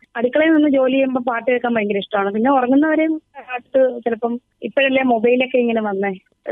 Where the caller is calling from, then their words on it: Thiruvananthapuram, Kerala, India; ഞാൻ നാലാഞ്ചിറയിൽ നിന്നാണ് വിളിക്കുന്നത്.